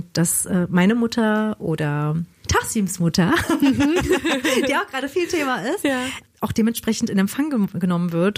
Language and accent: German; Berlin, Germany; born there; ich war zwar gebürtige Berlinerin, aber habe halt die Staatsangehörigkeit meiner Eltern bekommen und nicht die des Landes, wo ich geboren bin.